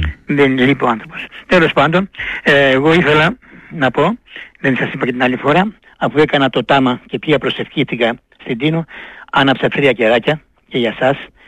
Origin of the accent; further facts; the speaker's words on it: Irakleia, Central Macedonia, Greece; now in Thessaloniki, Greece; Κάποτε στο χωριό μου, ίδια περίπτωση, κύριε Ζόρταν, ήμουν μικρός, πριν έρθω στη Θεσσαλονίκη, έπαιζε το χωριό μου, αν έχεις ακουστά την ομάδα της Ηράκλειας, Μέγας Αλέξανδρος, της Τσουμαγιάς.